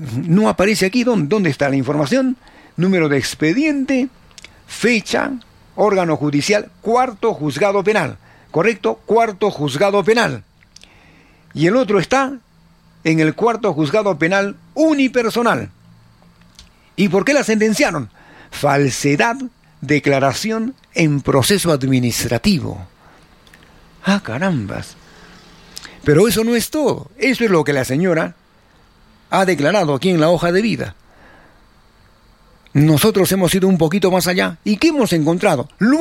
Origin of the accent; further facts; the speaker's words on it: Arequipa, Peru; Bárbaros somos los arequipeños.